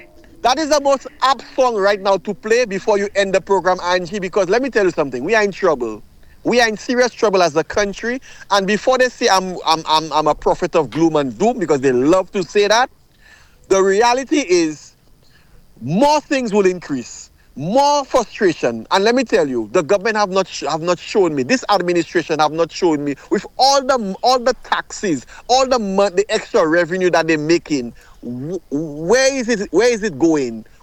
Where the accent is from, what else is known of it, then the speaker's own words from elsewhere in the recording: Castries, St. Lucia; I grew up in Marshall